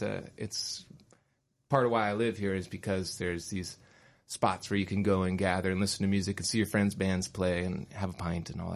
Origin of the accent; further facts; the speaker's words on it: Folsom, California, United States; moved away as an adult; also born or lived in Portland, Oregon / New Orleans / North Carolina; now in Humboldt, United States; I grew up in the Sacramento area, okay, in a suburb called Folsom on the east side of Sacramento in the Sierra foothills. And then I went to school up in Portland, Oregon, and I spent about 4 or 5 years in Portland